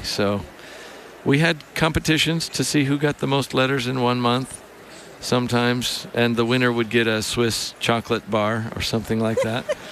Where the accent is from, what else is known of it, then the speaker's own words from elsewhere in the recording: Placerville, California, United States; born there; moved away as an adult; Well, I was born in California, in Placerville, up in the north. And at age 18, I told my parents I wanted to go live in France.